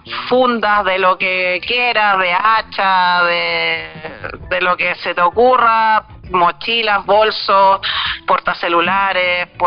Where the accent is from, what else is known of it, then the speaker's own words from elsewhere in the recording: Diaguitas, Coquimbo, Chile; soy de Diaguitas y soy talabartera.